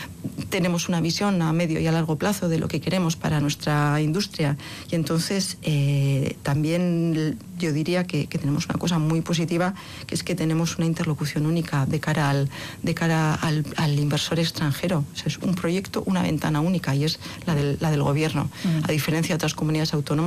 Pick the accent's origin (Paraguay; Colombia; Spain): Spain; Basque Country